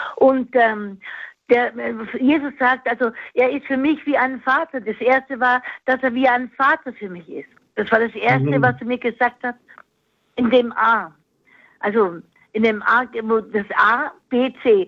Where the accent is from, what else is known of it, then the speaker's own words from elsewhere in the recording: Nuremberg, Bavaria, Germany; Ich komme aus Nürnberg, ja.